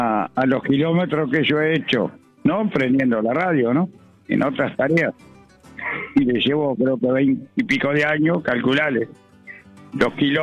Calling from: Uruguay; en mi país, porque es el fallecimiento de nuestro prócer, que fue quien impulsó nuestra República Oriental del Uruguay.

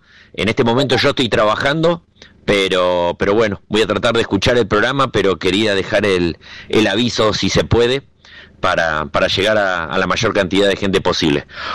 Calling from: Centenario, Neuquén, Argentina

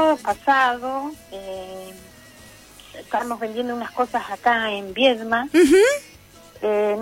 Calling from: Alto Valle, Argentina; a nosotros que somos del Valle

